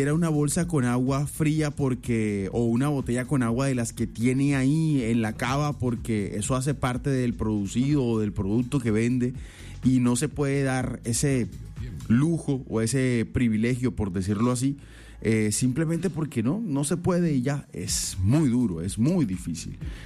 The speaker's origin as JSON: {"language": "Spanish", "country": "Colombia", "said": "Soy colombiano y pertenezco a las colombianas."}